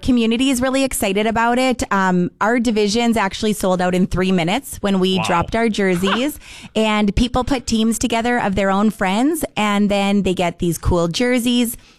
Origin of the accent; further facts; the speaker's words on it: Saskatoon, Saskatchewan, Canada; moved away as an adult; now in Fargo, United States; So my husband and I are born and raised in Saskatoon, Saskatchewan. We came here in 2016.